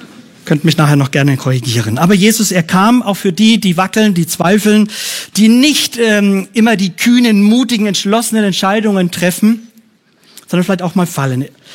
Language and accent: German; Bavaria, Germany; ich komme aus dem Bayerischen, Fränkischen